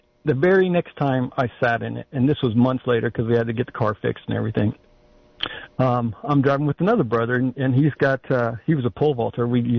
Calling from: Live Oak, United States; in Live Oak.

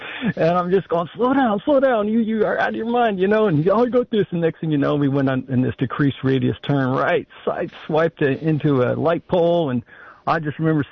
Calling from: Live Oak, United States; in Live Oak.

